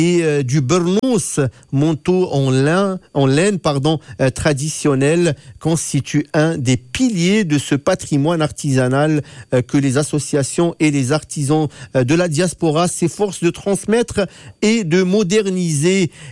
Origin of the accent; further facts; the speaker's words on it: Algeria; Je suis algérien, mais je ne connais pas vraiment la langue kabyle.